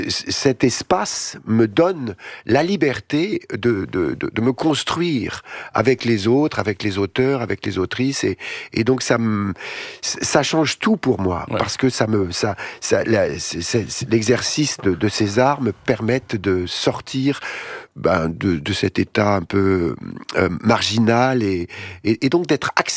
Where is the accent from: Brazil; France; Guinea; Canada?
France; Toulon, Provence-Alpes-Côte d'Azur; c'est ce que j'ai connu, moi, quand j'étais jeune à Toulon.